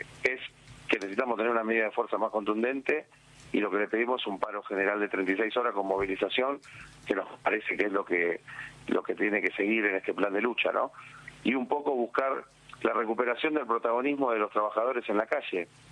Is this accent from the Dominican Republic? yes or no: no; Argentina; Somos argentinos y creemos que lo mejor que podemos hacer es un paro a lo argentino.